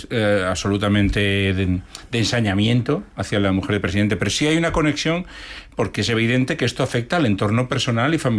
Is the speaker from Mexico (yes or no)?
no; Galicia, Spain; yo que vengo de Galicia, me acuerdo perfectamente, por ejemplo, de las casi 300 contrataciones que hizo Baltar a dedo en la Diputación de Orense